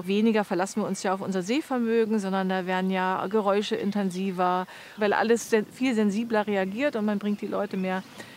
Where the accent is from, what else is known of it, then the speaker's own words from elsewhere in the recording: Mecklenburg-Vorpommern, Germany; ich bin Mecklenburgerin und trotzdem bin ich immer noch so voller Demut